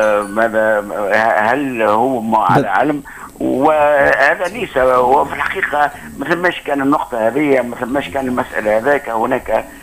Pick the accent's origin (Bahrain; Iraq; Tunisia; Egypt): Tunisia